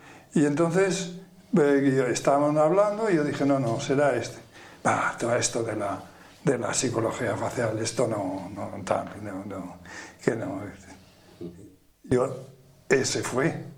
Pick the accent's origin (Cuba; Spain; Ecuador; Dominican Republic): Spain; Aragon; yo recuerdo a uno de la provincia de Huesca, de donde soy yo, que mató al alcalde del pueblo.